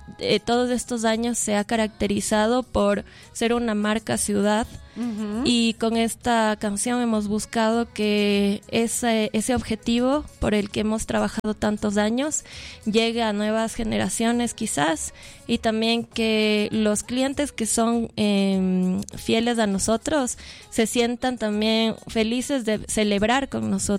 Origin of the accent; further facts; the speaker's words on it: Quito, Pichincha, Ecuador; creo que tenemos tan normalizado como quiteños, no sé, estar tan cerca de los volcanes, verlos, pero no es normal.